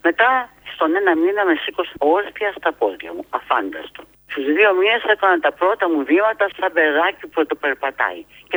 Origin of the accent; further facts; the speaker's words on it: Greece; Φέρομαι σαν Ελληνίδα